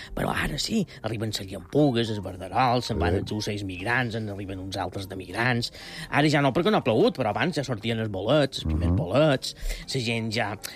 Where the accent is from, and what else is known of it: Palma, Balearic Islands, Spain; born there; also born or lived in Banyalbufar